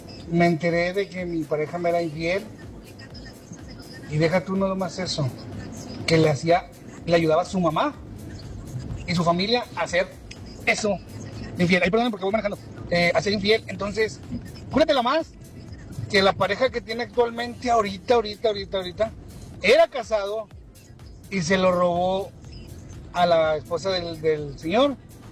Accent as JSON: {"language": "Spanish", "town": "Monterrey", "region": "Nuevo León", "country": "Mexico", "said": "Y soy de Monterrey, vengo escuchando la calle, mira."}